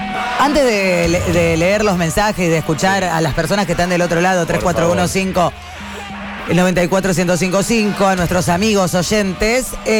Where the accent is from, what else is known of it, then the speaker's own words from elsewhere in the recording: Rosario, Santa Fe, Argentina; born there; yo nací en Rosario.